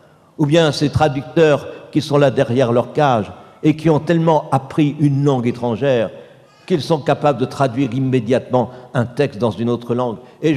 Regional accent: Cambrai, Hauts-de-France, France; On a dit tout à l'heure que je venais de Cambrai, célèbre pour ses bêtises. Mais à Cambrai, il y a de bonnes choses.

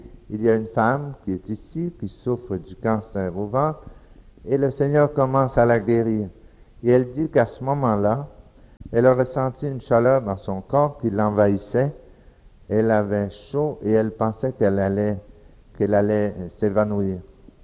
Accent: Dominican Republic

